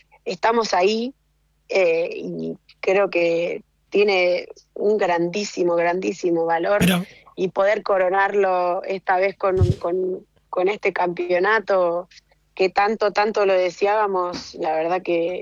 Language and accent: Spanish; Argentina; me encantaría que se empiece a conocer mucho más el hockey y todo nuestro mundo, porque realmente en Argentina tenemos un semillero de increíbles jugadoras